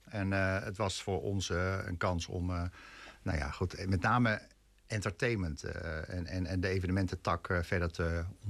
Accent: Bussum, North Holland, Netherlands; also born or lived in Baarn; Zeker. In Baren geboren. En ik ben opgegroeid in Bussum.

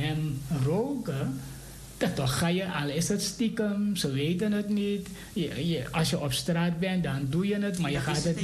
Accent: Suriname; moved away; in Suriname, waar ik ben opgegroeid

